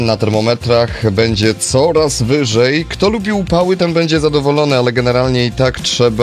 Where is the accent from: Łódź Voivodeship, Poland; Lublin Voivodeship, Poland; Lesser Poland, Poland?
Lesser Poland, Poland; Kraków; jak to mówimy po krakowsku na polu